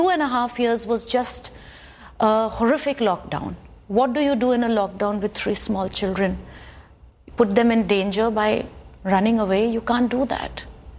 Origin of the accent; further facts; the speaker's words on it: India; He's Austrian, I'm Indian